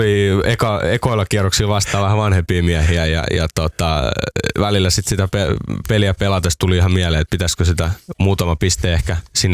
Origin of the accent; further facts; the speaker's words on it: Porvoo, Uusimaa, Finland; mutta kaikki mulla on Helsingissä, mä tuun Porvoosta mä oon Porvoosta, niin kaikki on Helsingissä.